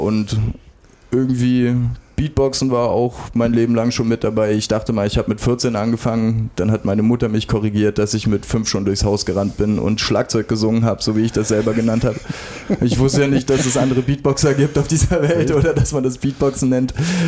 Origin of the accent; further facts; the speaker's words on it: Cottbus, Brandenburg, Germany; moved away as an adult; now in Erfurt, Germany; Ich komme ursprünglich aus Cottbus und bin jetzt vor 5 Monaten nach Erfurt gezogen.